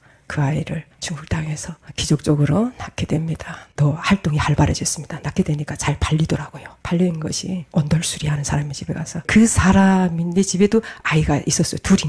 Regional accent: North Korea; 제가 다른 탈북민들과 저는 똑같습니다.

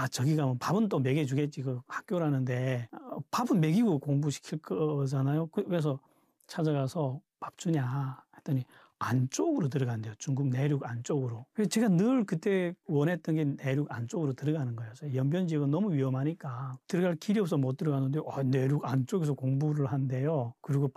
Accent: North Korea; moved away; 너도 북한에서 왔어 이렇게. 대충 해서 우리 종이공장 사람들이 다 이게 제가 북한에서 온거 알게 됐어요.

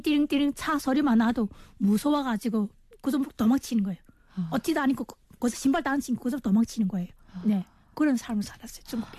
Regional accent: Chongjin, North Hamgyong, North Korea; moved away as an adult; also born or lived in China; now in South Korea; 우리 청진은 너무 좋아요. 바닷가 옆에거든요. 우리 청진이. 그 바닷가 거기 가면 엄청 좋아요. 저는 항상 이렇게 그 고향을 이렇게 그려볼 때, 그 바닷가 그 모습 너무 그려보여요.

